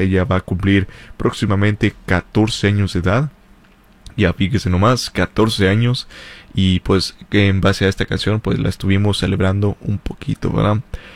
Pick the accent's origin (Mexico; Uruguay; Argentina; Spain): Mexico; Irapuato, Guanajuato; also born or lived in San Francisco Bay Area, California; now in California, United States; yo nací bueno, en realidad nací aquí en la Bahía de Estados Unidos, de California. Pero yo me crié en la hermosa ciudad de Irapuato, Guanajuato.